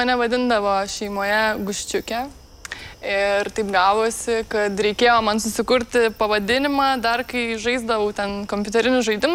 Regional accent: Babtai, Kaunas County, Lithuania; Tai gyvenimas Babtuose kaip vaikui buvo tikrai labai labai geras ir nekeišiau to niekada į gyvenimą mieste.

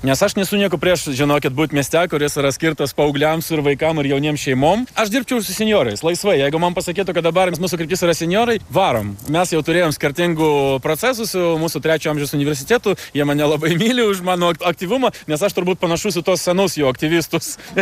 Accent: Visaginas, Utena County, Lithuania

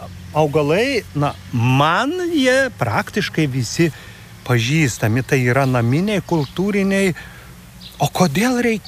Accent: Suvalkija, Lithuania; aš esu tik tai stambių ūkininkų palikuonis, tolimas palikuonis. Negaliu atsakyti. Mano krašte suvalkiai grikių neaugino.

